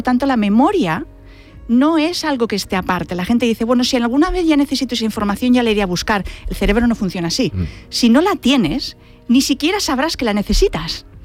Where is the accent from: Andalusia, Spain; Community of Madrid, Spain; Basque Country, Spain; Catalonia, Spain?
Catalonia, Spain; Barcelona; De Barcelona, de Barcelona